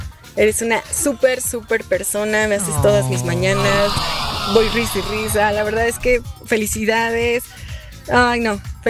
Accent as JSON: {"language": "Spanish", "region": "Mexico City", "country": "Mexico", "said": "de la Ciudad de México"}